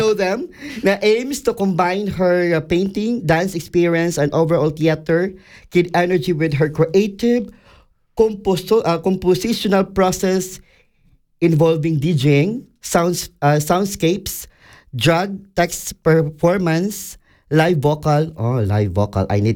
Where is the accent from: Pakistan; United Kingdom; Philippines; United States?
Philippines; Visayas; first language Cebuano; English is a second language; now in Switzerland; in my mother tongue, in my language, Henna in Bisaya